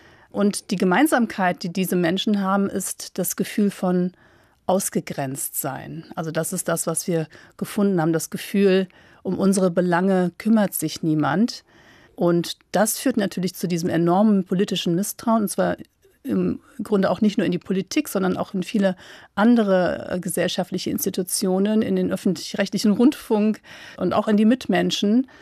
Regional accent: Düsseldorf, North Rhine-Westphalia, Germany; born there; now in Cologne, Germany; ich würde mich heute als Kölnerin bezeichnen, obwohl ich in Düsseldorf geboren bin.

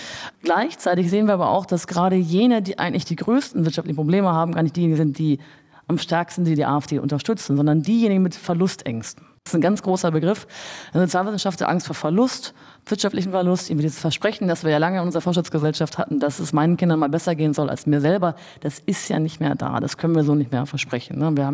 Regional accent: East Germany, Germany; Also wir sehen hier eine massive Fehlwahrnehmung dessen, wie meine Gruppe als Ostdeutsche sich als benachteiligt fühlt.

